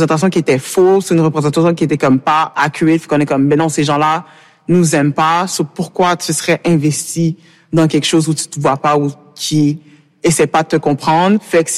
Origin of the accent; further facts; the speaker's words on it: Quebec, Canada; parce que je suis enfant d'immigrante, oui, je suis québécoise, mais j'ai aussi le bagage de la maison